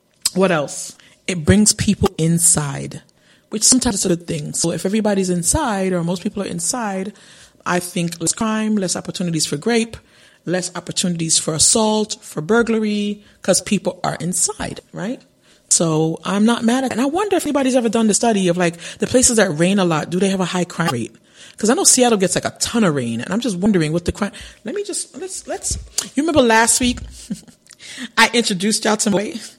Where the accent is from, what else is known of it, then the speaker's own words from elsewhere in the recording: Jamaica; I am a Jamaican